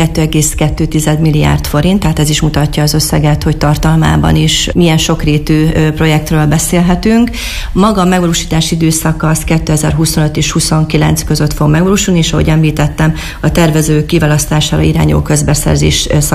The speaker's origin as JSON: {"language": "Hungarian", "town": "Miskolc", "region": "Borsod-Abaúj-Zemplén", "country": "Hungary", "tie": "born or raised there", "said": "Először is előjáróban elmondanám, hogy nem csak képviselőként, hanem törzsikeres miskolciként is örömmel szolgál"}